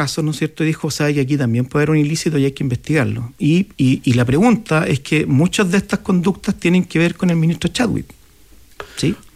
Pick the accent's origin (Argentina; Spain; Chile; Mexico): Chile; Pero yo creo que una de las cosas que más probablemente nos ha dolido como chilenos